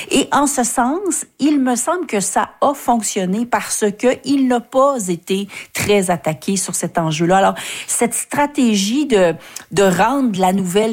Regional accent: Quebec, Canada; Moi, je viens de l'Outaouais.

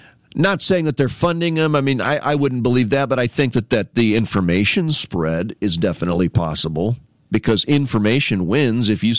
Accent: Canton, Illinois, United States; I remember when I was young, teenage years, growing up in Canton

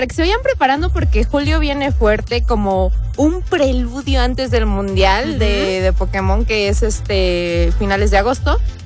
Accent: Mexico

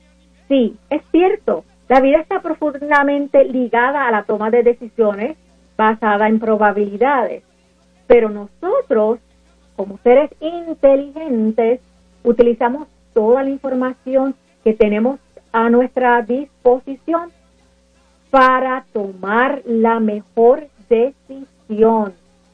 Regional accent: Puerto Rico; Yo en mi diario vivir, mi comida, hay elementos de donde yo soy, Puerto Rico.

